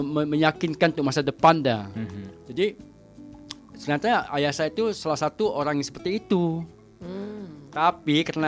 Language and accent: Indonesian; Sumatra, Indonesia; accent: Batak / Acehnese / Malay-like